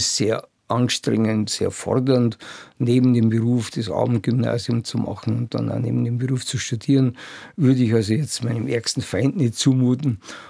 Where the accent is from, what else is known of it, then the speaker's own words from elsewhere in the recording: Bavaria, Germany; dass ich dann also in München hier so als Niederbayer mehr oder weniger rückständig eingruppiert wurde.